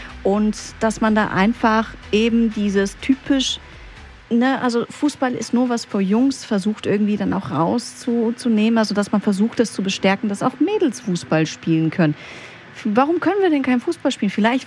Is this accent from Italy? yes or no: no; Greece; moved away; ich komme ja aus Griechenland